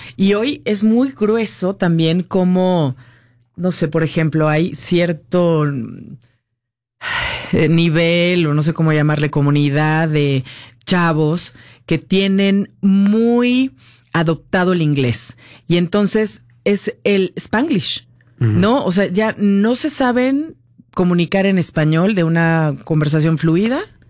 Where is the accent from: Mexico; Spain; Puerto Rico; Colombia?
Mexico; nosotros como mexicanos